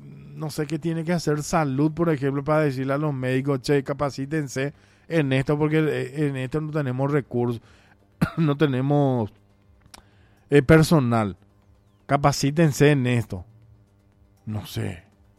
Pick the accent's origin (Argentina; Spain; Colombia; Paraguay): Paraguay; Así somos nosotros los paraguayos.